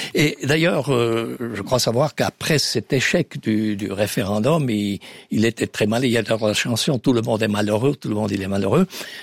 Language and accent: French; Switzerland; chez nous en Suisse